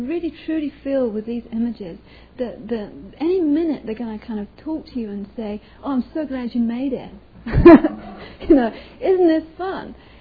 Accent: England, United Kingdom; born or raised there

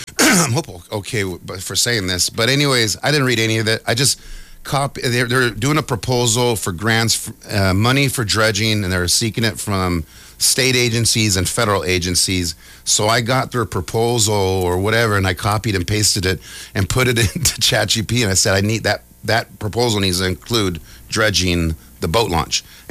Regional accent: Arizona, United States; our family, we don't sunburn. That's because we come from Arizona. Desert, stinky, no fun Arizona.

